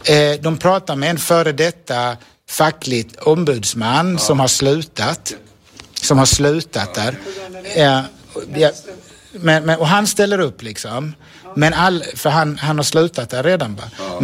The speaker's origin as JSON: {"language": "Swedish", "country": "Sweden", "lives_now": "Malmö, Sweden", "said": "vi svenskar är så mesiga"}